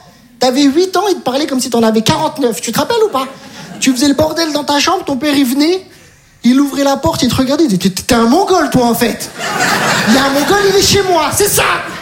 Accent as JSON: {"language": "French", "town": "Metz", "region": "Grand Est", "country": "France", "said": "Je viens de Metz, j'ai tout abandonné."}